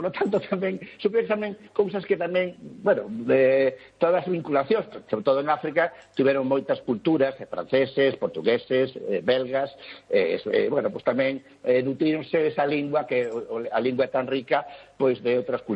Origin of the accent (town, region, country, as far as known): Galicia, Spain